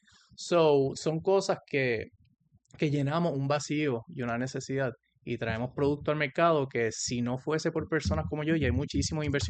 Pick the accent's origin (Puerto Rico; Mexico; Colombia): Puerto Rico; Cayey; moved away as an adult; also born or lived in Mayagüez, Puerto Rico / United States; soy de Cayey, Puerto Rico, nacido y criado. Estudié ahí hasta high school, después me fui al colegio de Mayagüez, donde estudié ingeniería química.